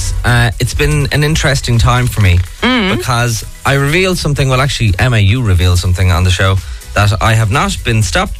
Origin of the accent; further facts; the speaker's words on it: Meath, Leinster, Ireland; I said I was from Meath